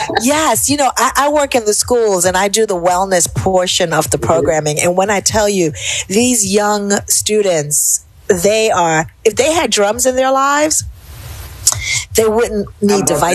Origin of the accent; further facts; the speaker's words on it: Jamaica; growing up in Jamaica